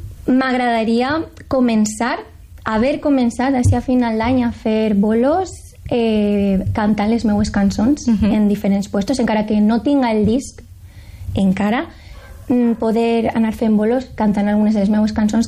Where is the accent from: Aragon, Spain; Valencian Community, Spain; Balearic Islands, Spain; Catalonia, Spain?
Valencian Community, Spain; Paiporta; un festival que faran en el meu poble, en Paiporta, sobre la Dana